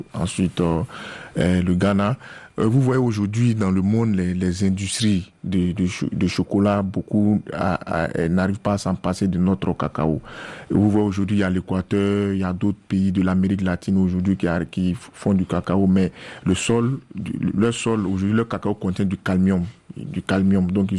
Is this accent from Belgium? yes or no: no; Côte d’Ivoire; Bon, peut-être que vous allez dire parce que je suis ivoirien.